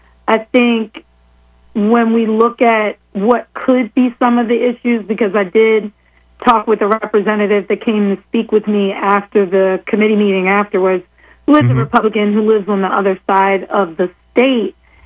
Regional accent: Pennsylvania, United States; I'm from Delaware County, representing the 164th, right outside of West Philadelphia

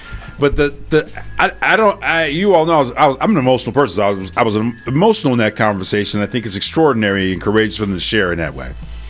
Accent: Newark, New Jersey, United States; I remember in the hood where I grew up in Newark. Sorry for the long highlight, but I grew up, you know, in some rough spots in Newark

